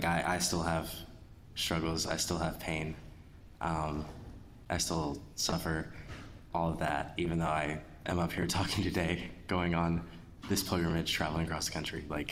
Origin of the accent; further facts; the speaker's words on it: Cleveland, Ohio, United States; I am from Cleveland, Ohio. I grew up a cradle Catholic